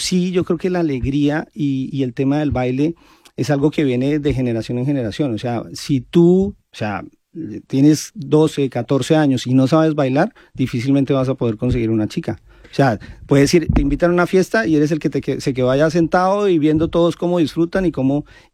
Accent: Bogotá, Colombia; born there; moved away; also born or lived in Medellín; yo soy de Bogotá, nací en Bogotá, pero tuve la oportunidad de vivir 8 años en Medellín

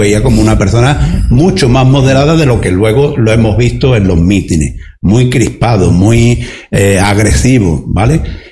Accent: Almonte, Andalusia, Spain; en Almonte, bueno, este lo he puesto aquí, aunque no hubiera candidato, porque es mi pueblo y aparte es un pueblo grande.

